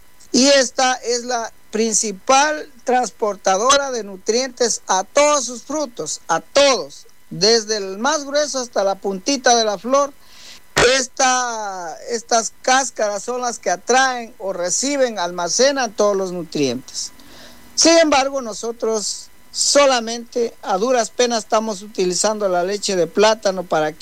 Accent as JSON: {"language": "Spanish", "country": "Ecuador", "said": "nosotros los ecuatorianos."}